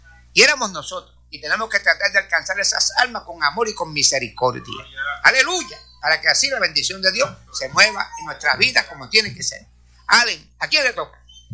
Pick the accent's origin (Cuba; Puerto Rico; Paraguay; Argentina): Puerto Rico; Corozal; moved away; allá en mi isla, especialmente en el pueblo de Corozal